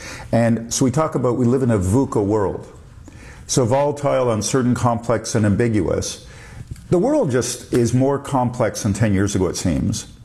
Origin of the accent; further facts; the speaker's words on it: Canada; also born or lived in Europe; It's good being Canadian. I lived in Europe for years. It's good being Canadian.